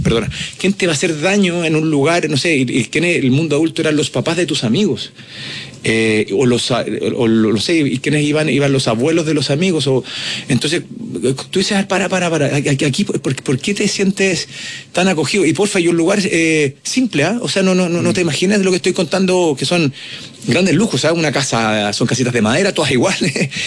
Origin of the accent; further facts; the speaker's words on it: Coya, O'Higgins, Chile; Y yo nací allá, nací en Coya, en la mitad de la cordillera, en la mitad de los cerros, con inviernos con nieve